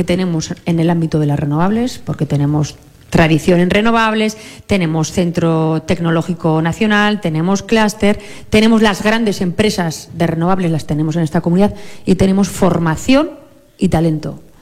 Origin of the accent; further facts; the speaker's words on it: Navarre, Spain; Aprovecho a decir, mira, los navarros somos plurales, diversos, navarros que se sienten vascos, navarros que se sienten del mundo, navarros que se sienten solo navarros que se sienten navarros y españoles.